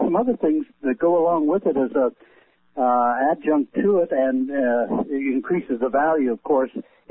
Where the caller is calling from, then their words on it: Morgan Hill, California, United States; from Morgan Hill, California.